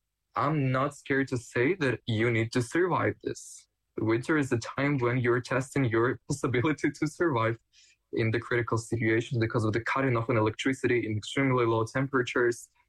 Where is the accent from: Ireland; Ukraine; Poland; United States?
Ukraine; English is a second language